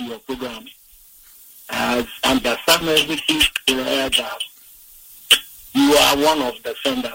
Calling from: Ghana; to my fellow Ghanaians

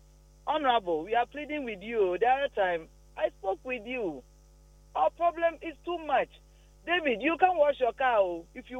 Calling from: Bokrom, Ghana; Yeah, I'm calling from Bokrom. Bokrom proper.

